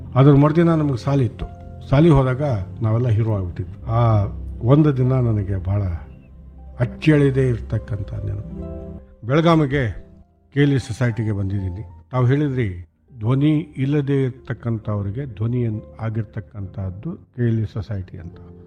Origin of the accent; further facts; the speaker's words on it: Dharwad, Karnataka, India; Radio ನನ್ನ ಬಾಲ್ಯ ಜೀವನದ ಅವಿಭಾಜ್ಯ ಅಂಗ. ನಾನು ಧಾರವಾಡದಲ್ಲಿದ್ದೆ.